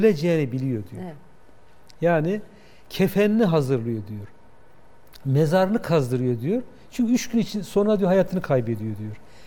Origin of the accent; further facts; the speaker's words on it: Kahramanmaraş, Turkey; Bir de deprem bölgesindenim yani. Memleketim de aslen Kahramanmaraş.